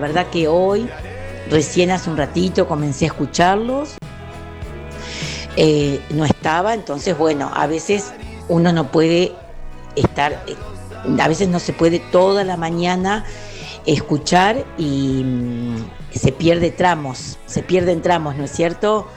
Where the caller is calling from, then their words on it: San Cayetano, Buenos Aires Province, Argentina; de San Cayetano